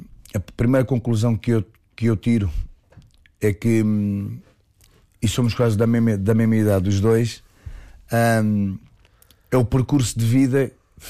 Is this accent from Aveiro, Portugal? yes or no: no; Santa Maria, Lisbon, Portugal; jogar no clube do meu bairro, da minha terra, o meu clube do coração, que é a União Desportiva e Recreativa de Santa Maria